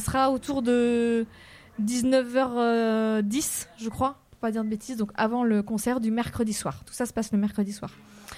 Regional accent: Brittany, France; Moi, je viens du Finistère

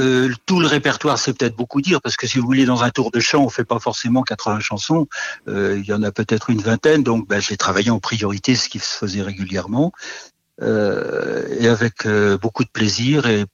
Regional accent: Nouvelle-Aquitaine, France; moi je suis plutôt du Poitou-Charentin en fait, hein. je suis un petit peu au sud, hein.

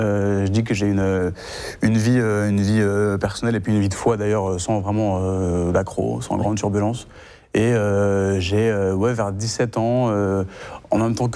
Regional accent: Vichy, Auvergne-Rhône-Alpes, France; Moi, je suis né en Auvergne, dans l'Allier, et j'ai grandi dans l'Allier aussi, entre Clermont et Moulins, à Vichy. J'ai grandi dans une famille chrétienne, une famille catholique, avec un parcours tout à fait classique. J'ai grandi plutôt dans le milieu tradi

